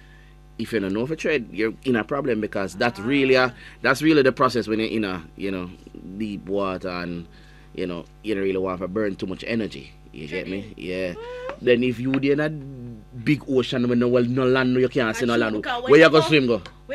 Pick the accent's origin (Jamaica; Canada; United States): Jamaica